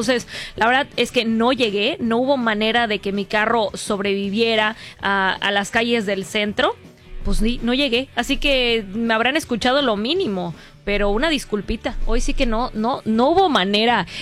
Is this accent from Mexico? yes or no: yes; Yucatán, Mexico; Somos yucatecos, efectivamente somos yucatecos